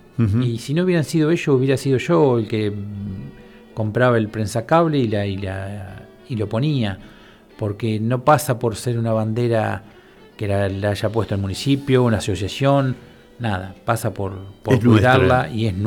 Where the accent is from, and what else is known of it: Argentina